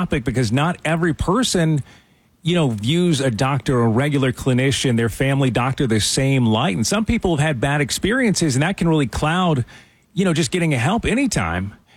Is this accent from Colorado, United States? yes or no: no; South Carolina, United States; I grew up in South Carolina, so I'm used to like sunshine and warm weather.